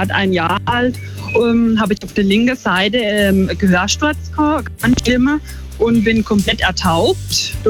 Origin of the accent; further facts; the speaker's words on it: Schonach im Schwarzwald, Baden-Württemberg, Germany; ich komme aus Schonach im Schwarzwald